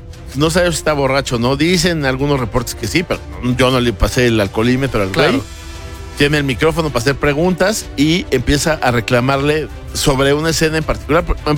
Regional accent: Mexico; Mi autoestima como mexicano, sí.

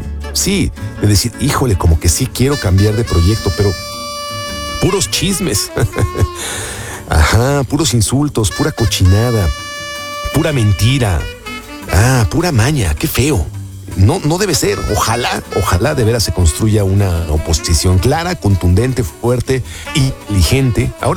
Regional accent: Mexico

